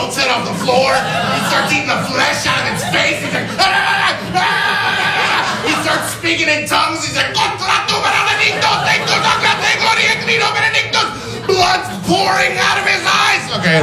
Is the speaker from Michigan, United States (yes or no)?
no; Boca Raton, Florida, United States; I'm from Boca Raton, Florida, originally. Does anybody know where that poop stand on the map is? Boca?